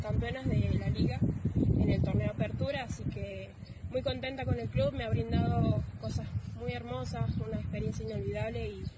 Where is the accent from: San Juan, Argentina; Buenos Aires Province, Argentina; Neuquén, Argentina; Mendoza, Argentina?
San Juan, Argentina; que había sido convocada a la Selección Nacional de San Juan, de Argentina, perdón, siendo la única sanjuanina.